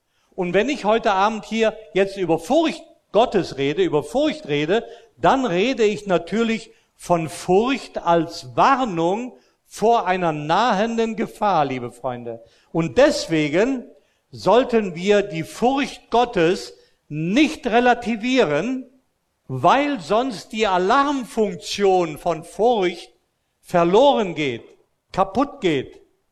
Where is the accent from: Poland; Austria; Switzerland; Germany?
Austria; Ich bin ja in Österreich groß geworden, als römisch-katholischer Christ, ordentlich erzogen und so weiter.